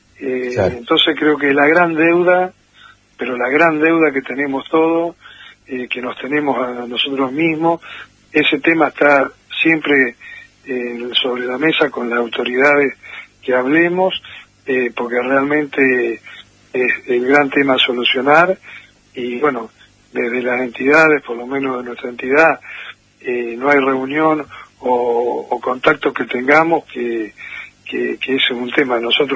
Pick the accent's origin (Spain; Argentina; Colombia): Argentina